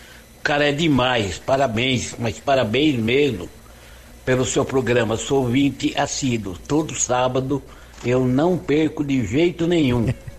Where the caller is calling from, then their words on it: Jundiaí, São Paulo, Brazil; de Jundiaí.